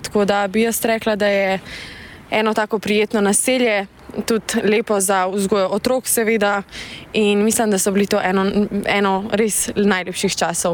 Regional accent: Ljubljana, Central Slovenia, Slovenia; born there; also born or lived in Bosnia and Herzegovina; Fužine so pa tudi del mojega otroštva

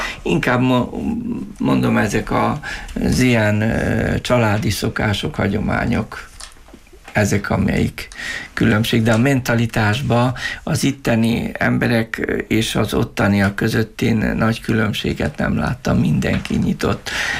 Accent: Vojvodina, Serbia; Én ugye 52-ben születtem, még a múlt században, vagy ezredben, és abban az időben gyermekkoromra emlékezve elég szerényes viszonyok között éltünk

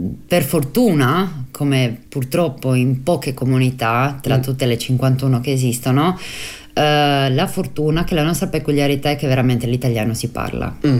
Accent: Buje, Istria County, Croatia; accent: Istro-Venetian; qua continua a essere il nostro dialetto, l'istroveneto continua a essere dappertutto, in ogni posto, in ogni luogo

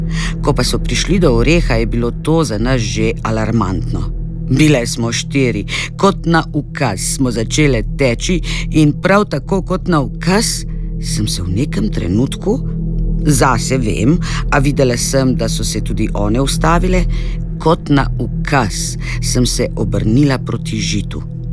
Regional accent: Mokrin, Vojvodina, Serbia; z njo sem se 4 leta vozila od Mokrina do Kikinde, ker sem odraščala v Mokrinu. To je na skrajnem severu Banata, na romunski meji. Tam blizu je tudi Mačarska.

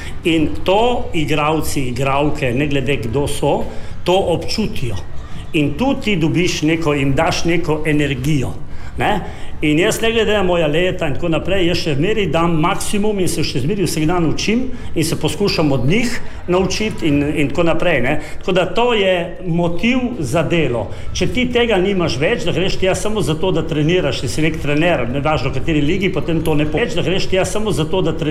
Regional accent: Lig, Goriška, Slovenia; born there; jaz nisem Novogoričan, jaz sem doma iz Liga oziroma z Melinko tam v kanalski občini

